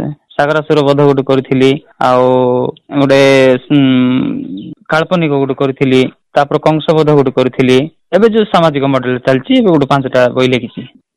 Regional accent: Chandrasundiguda, Odisha, India; ମୋ ନିଜ ଗାଁରେ ଶିଖେଇଥିଲି ଚନ୍ଦ୍ରଶୁଣ୍ଡିଗୁଡ଼ା

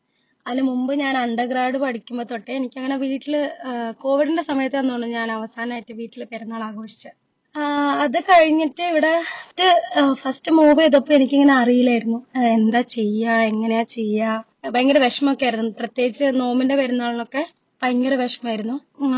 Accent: Kavaratti, Lakshadweep, India; moved away as an adult; ഞാൻ കവരത്തി സ്വദേശിയാണ്. ഈദിനെ കുറിച്ച് പറയാനാണെങ്കിൽ ഞാനിപ്പോ അബ്രോഡ് ഷിഫ്റ്റ് ചെയ്തിട്ട് ഓൾമോസ്റ്റ് 4 വർഷമാവാനായി.

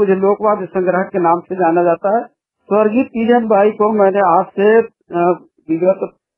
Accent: Saloni, Chhattisgarh, India; जब 1970 में मैंने पहली बार उनका कार्यक्रम देखा मेरे गांव में सलोनी, ग्राम सलोनी जो खैरागढ़ के पास है

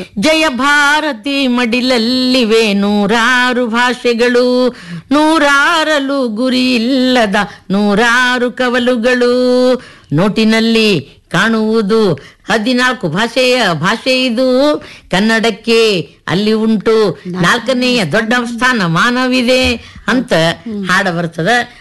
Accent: Sindagi, Karnataka, India; ಬೆಂಗಳೂರಾಗ ನೋಡ್ರಿ ಮೇಡಮ್, ಈ ಎಲ್ಲಾ ಮಂದಿ ಬಂದು ಬೆಂಗಳೂರದಾಗ ಸೆಟ್ಲ್ ಆಗ್ಬಿಟ್ಟಾರ. ನಮ್ಮ ಸಿಂದಗಿ, ನಮ್ಮ ವಿಜಾಪುರ ಜಿಲ್ಲೆ ಸಿಂದಗಿಯವ್ರು ನಾವು.

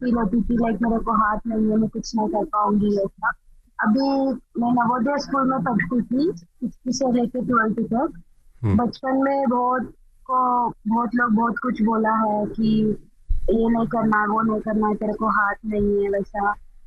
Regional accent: Andhra Pradesh, India; मैं आंध्र प्रदेश

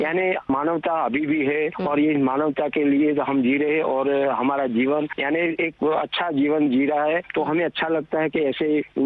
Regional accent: Der, Gujarat, India; मेरा गांव डेर है, तहसील जिला पाटन, वहाँ गोरैया बहुत है, अहमदाबाद में कम है।

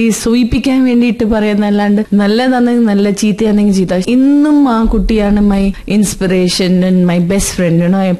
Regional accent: Firozpur, Punjab, India; born there; അച്ഛൻ ആർമി ഓഫീസറായിരുന്നു. ഞാൻ ജനിച്ചത് പഞ്ചാബ് ഫിറോസ്പൂരില്.

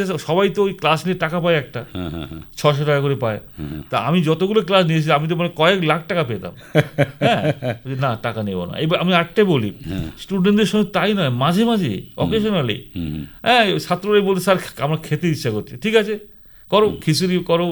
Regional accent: India

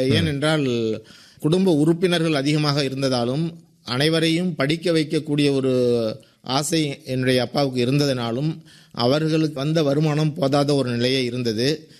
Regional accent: Tamil Nadu, India; also born or lived in Thiruvalaputhur / Manalmedu; மயிலாடுதுறைக்கு அருகில் உள்ள வைத்தியம்பேட்டை என்ற சிறு கிராமத்தில் 1958 பிறந்தேன்.

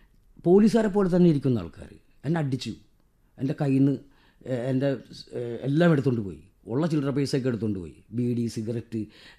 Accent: Kerala, India; നിങ്ങളെവിടെ നിന്ന് വരുന്നു? നമ്മൾ കേരള.

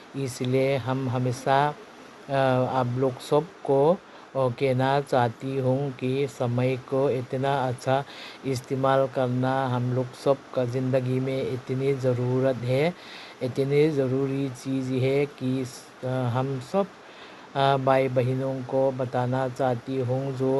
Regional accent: Murhi Basti, Assam, India; मैं मुरही बस्ती से हूँ।

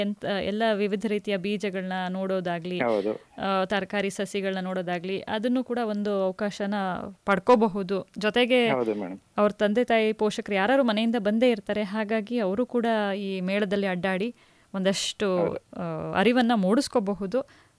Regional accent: Mysuru, Karnataka, India; ಈಗ ನಾವು ಮೈಸೂರವರು

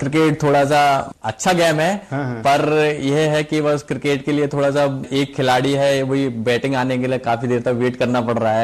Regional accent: Gwalior, Madhya Pradesh, India; now in Bareilly, India; और मैं मध्य प्रदेश ग्वालियर से बिलोंग करता हूं और मैं बरेली सेंटर में हॉकी कोच के रूप में प्रशिक्षित हूं।

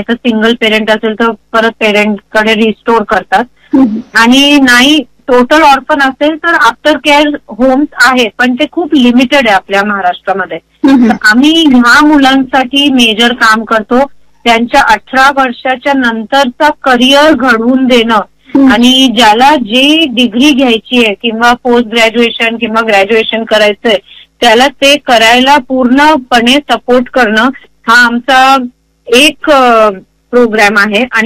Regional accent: Ahmednagar, Maharashtra, India; moved away; Actually मी नगरची आहे, मूळची माहेर, माझं तारडा नगरचं आहे.

